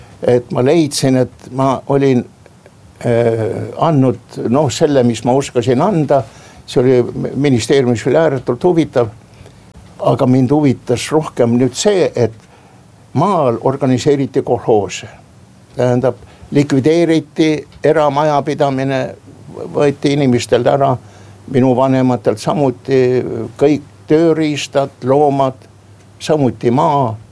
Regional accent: Lääne-Viru County, Estonia; minu sünnikodu lähedal on selline koht nagu Lammasmäe.

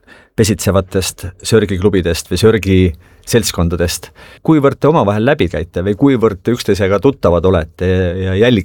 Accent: Harku, Harju County, Estonia; Ja ma just avastasin, et minu kodukandis siis Harku alevikus on ka oma sörgi seltskond tekkinud ja käivadki koos.

